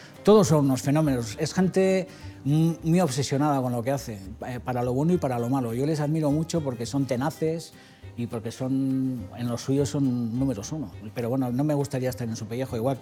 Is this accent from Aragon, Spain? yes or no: no; Hondarribia, Basque Country, Spain; pasan por la calle San Pedro de mi pueblo. Que normalmente la gente de mi pueblo se lo cuenta y no se lo creen y la ponen y pues sí, sale Fuenterrabía en el comienzo de la película.